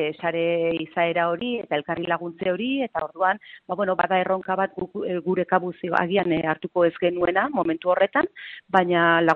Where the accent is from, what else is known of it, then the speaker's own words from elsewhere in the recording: Bergara, Basque Country, Spain; born there; also born or lived in Sakana; now in Lakuntza, Spain; Ni berez jaiotzez bergararen naiz, baina Malixarrengokoa, eta, bueno, pues, denbora asko eta asko pasatugu sakanan, eta hori, orain lakuntzan